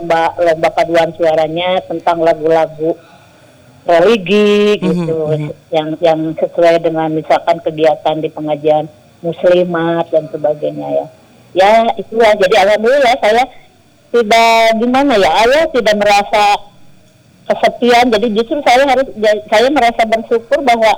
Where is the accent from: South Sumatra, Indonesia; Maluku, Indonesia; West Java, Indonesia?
West Java, Indonesia; Ciamis; moved away; also born or lived in Kuningan; kalau di daerah saya ya ayah, kalau di daerah Ciamis memang seni budaya daerahnya itu sangat kental banget.